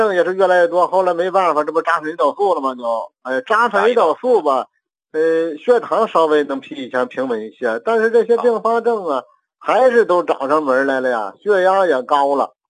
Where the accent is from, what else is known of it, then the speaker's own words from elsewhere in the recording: Tianjin, China; 我是天津的，今年呢76了。